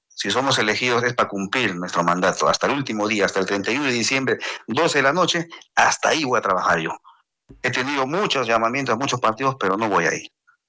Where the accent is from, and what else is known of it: Atico, Arequipa, Peru